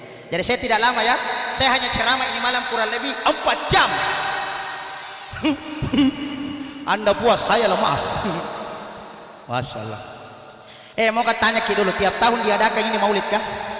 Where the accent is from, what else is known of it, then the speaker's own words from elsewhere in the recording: Makassar, South Sulawesi, Indonesia; karena kebetulan saya dari Makassar kodong. Biasa jauh-jauh dari Makassar.